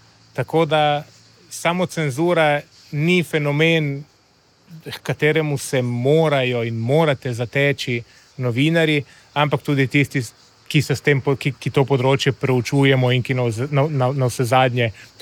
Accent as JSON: {"language": "Slovenian", "town": "Lucija", "region": "Coastal–Karst", "country": "Slovenia", "tie": "born or raised there", "moved": "yes", "said": "Odraščal sem v Luciji."}